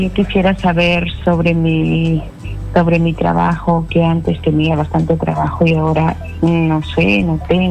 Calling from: Sullana, Piura, Peru; Hola, soy de la ciudad de Sullana.

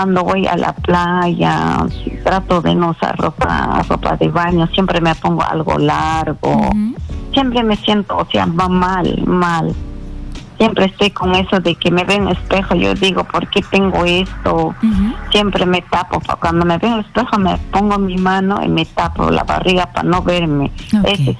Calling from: Lima, Peru; llamo desde San Juan del Origancho.

